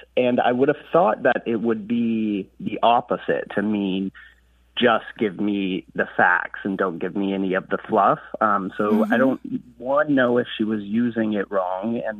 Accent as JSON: {"language": "English", "town": "Dallas", "region": "Texas", "country": "United States", "said": "I'm from Dallas, Texas."}